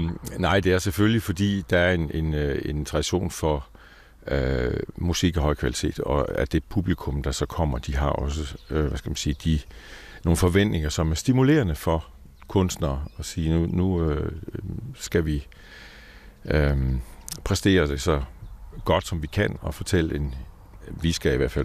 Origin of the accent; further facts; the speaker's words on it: Jutland, Denmark; Så godt det, som jeg nu som jyde kan vurdere det.